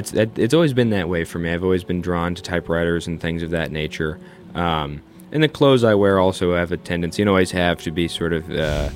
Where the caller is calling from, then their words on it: Oregon, United States; I'm from Oregon.